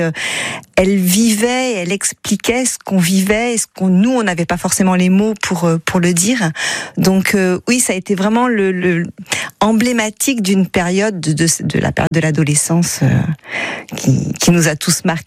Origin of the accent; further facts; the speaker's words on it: Marseille, Provence-Alpes-Côte d'Azur, France; moved away as an adult; now in Tours, France; Je suis née à Marseille, j'ai fait mes études à Marseille.